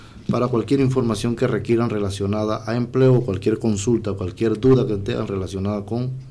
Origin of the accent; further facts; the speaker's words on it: Panama; Todos somos panameños